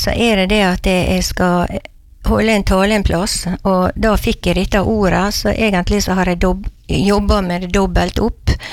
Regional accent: Brattvåg, Møre og Romsdal, Norway; now in Ellingsøya, Norway; Og egentlig så jeg fra Brattvåg, der jeg vokste opp.

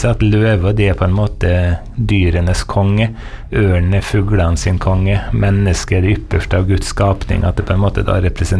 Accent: Eide, Møre og Romsdal, Norway; hjemme på Eide på Nordmøre, hvor jeg er døpt og konfirmert

